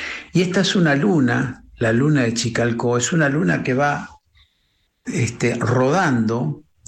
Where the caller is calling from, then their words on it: La Pampa, Argentina; Bueno, envío dos canciones desde La Pampa, en el medio de la Argentina, en la provincia de La Pampa.